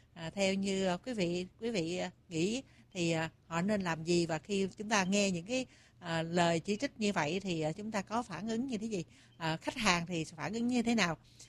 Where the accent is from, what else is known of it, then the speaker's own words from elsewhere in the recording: Trang Bang, Tay Ninh, Vietnam; moved away; có một cái món đặc sản ở quê của … đó là bánh tráng Trảng Bàng.